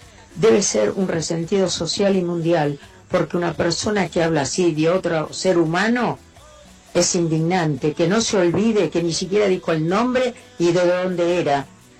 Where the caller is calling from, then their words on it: Don Torcuato, Buenos Aires Province, Argentina; Te saluda … Don Torcuato nuevamente.